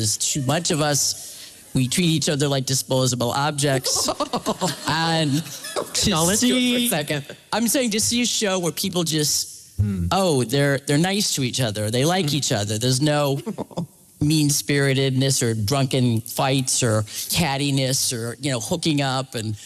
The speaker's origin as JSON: {"language": "English", "region": "East Coast", "country": "United States", "tie": "born or raised there", "said": "Hi, Jeff. … I lived here like 40 years and I grew up on the East Coast."}